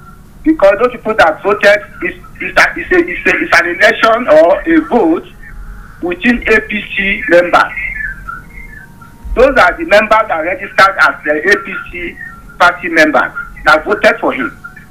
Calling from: Jos, Plateau, Nigeria; I'm calling from Jos Plateau, Nigeria.

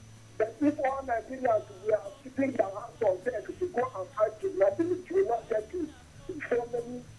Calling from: Angola; I'm calling you from Angola.

